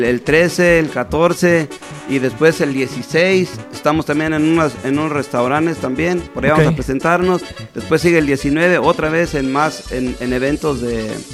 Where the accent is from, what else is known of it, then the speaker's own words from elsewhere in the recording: Michoacán, Mexico; para toda la gente de aquí de mi Michoacán, de mi tierra hermosa, Michoacán